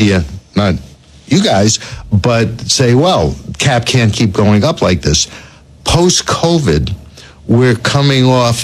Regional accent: New York, United States; born or raised there

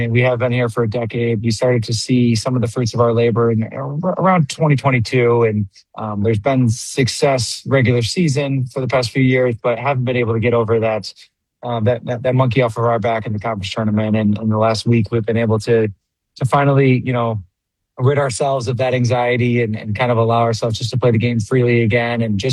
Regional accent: Camillus, New York, United States; Technically, I was from Camillus. The town of Camillus is where I grew up. But yeah, Syracuse was the home address.

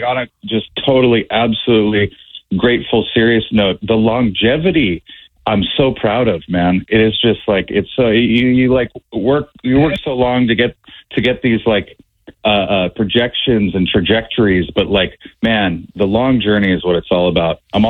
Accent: Kona, Hawaii, United States; moved away as an adult; also born or lived in San Diego; it's the second place we ever lived, after being born and raised in Kona.

